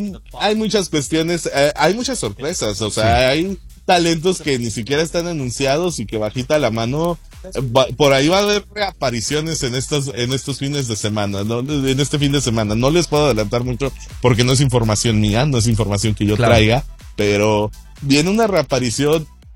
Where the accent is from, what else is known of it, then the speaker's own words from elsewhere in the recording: Mexico; Somos los únicos mexicanos que vamos a tener acceso, wow, a esa alfombra.